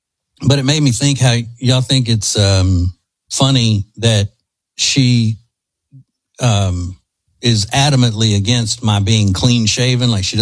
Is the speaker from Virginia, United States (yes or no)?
no; Louisiana, United States; born or raised there